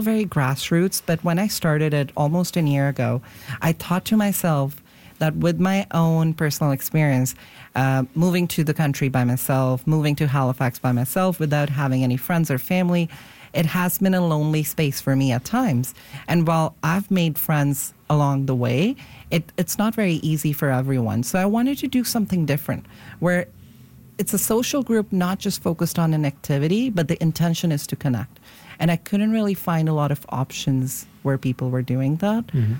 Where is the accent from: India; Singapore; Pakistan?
India; moved away as an adult; now in Vancouver, Canada; So I'm originally from India. I moved here when I was 19, and moving to a new country was a culture shock in itself.